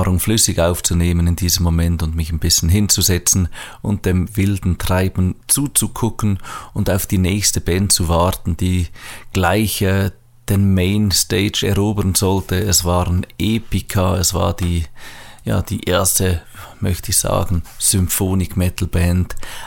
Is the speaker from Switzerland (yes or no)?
yes; Switzerland; Klar, für uns als Schweizer